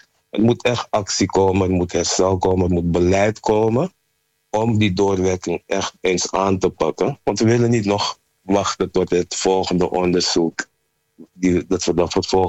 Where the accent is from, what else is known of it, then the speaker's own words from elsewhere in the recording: Amsterdam, North Holland, Netherlands; born there; Ik ben zelf van Surinaamse afkomst, in Amsterdam geboren.